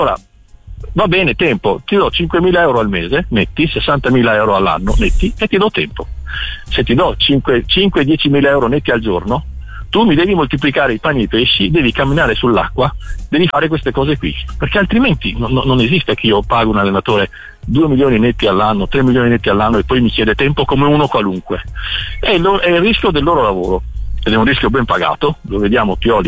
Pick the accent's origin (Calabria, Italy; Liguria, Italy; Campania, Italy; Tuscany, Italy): Calabria, Italy; Catanzaro; born there